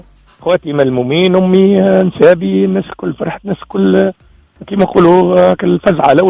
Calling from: Mahres, Sfax Governorate, Tunisia; أنا من محرس الصفاقس

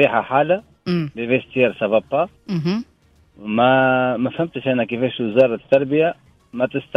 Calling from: Sfax, Sfax Governorate, Tunisia; أنا نحكي معك من صفاقس

